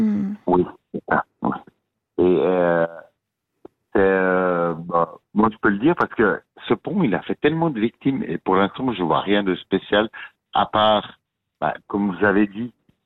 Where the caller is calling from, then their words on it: Fribourg, Switzerland; Moi, je suis fribourgeois.